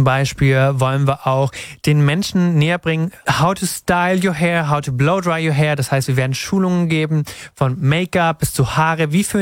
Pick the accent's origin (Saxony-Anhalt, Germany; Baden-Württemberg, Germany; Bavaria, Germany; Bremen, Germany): Baden-Württemberg, Germany; Leonberg; Das ist genau die Mitte zwischen Leonberg, da wo ich herkomme, und Stuttgart.